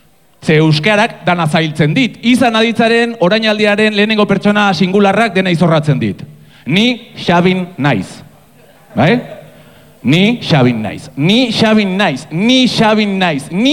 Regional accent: Basque Country, Spain; born there; ni laugarrena Euskal Herrian jaio nintzen

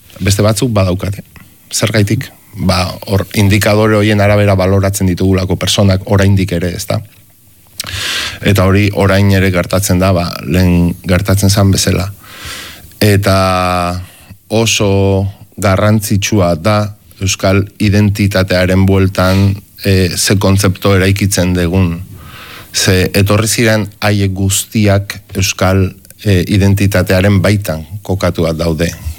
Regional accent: Urretxu, Basque Country, Spain; born there; ni ba Urretxuko anaiz jaiotzez

